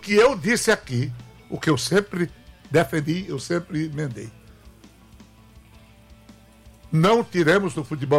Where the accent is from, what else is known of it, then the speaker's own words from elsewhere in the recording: Brazil; eu sou brasileiro